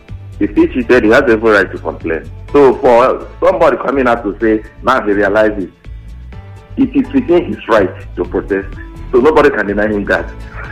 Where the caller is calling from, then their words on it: Nigeria; We're calling from Ejibo.